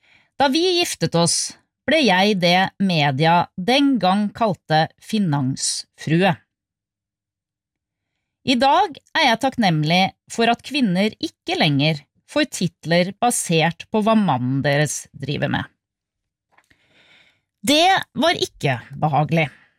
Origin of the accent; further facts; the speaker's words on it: Trondheim, Trøndelag, Norway; og jeg kommer fra Trondheim. Men som du sikkert hører, snakker ikke jeg særlig trøndersk.